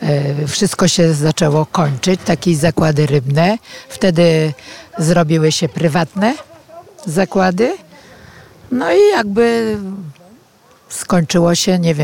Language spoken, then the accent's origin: Polish; Gdynia, Pomeranian Voivodeship, Poland; born there; też się urodziłam w Gdyni. Do tej pory mieszkam w Gdyni.